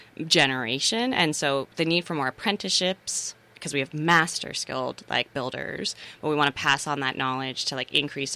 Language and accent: English; Strafford, Vermont, United States; when I was growing up in Stratford, like all of my best friend's dads were carpenters.